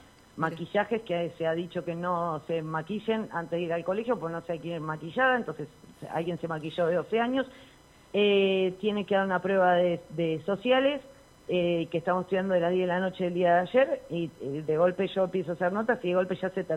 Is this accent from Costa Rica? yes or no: no; Argentina; soy argentina